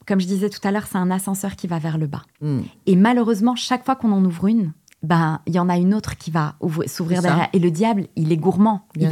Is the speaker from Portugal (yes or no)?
yes; Portugal; Parce que je suis portugaise.